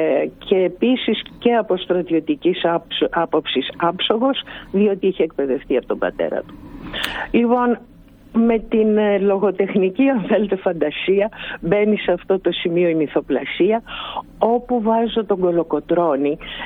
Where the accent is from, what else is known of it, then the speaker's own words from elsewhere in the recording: Istanbul, Turkey; και εγώ κατάγομαι από την Κωνσταντινούπολη